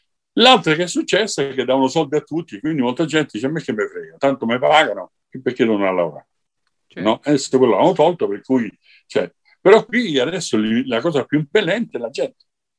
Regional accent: Chile; Italian is a second language; sì, certo, è un mio paese

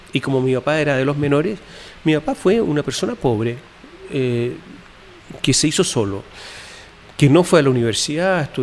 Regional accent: Italy; also born or lived in United States; Yo soy italiana, yo nací en Estados Unidos por casualidad y tenía naturalmente que nacionalidad italiana

